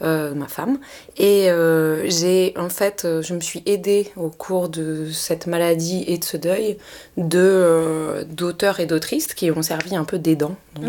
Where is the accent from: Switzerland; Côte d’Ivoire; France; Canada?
France; Pays de la Loire; now in Paris, France; Je suis de Loire-Atlantique à l'origine, mais ça fait 20 ans que j'habite à Paris.